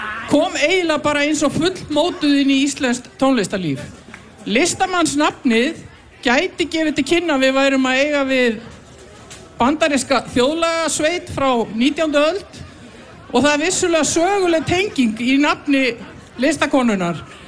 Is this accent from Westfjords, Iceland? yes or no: no; Reykjanesbær, Southern Peninsula, Iceland; og þetta minn heimabær og það alltaf gaman að koma hérna og vera með ykkur.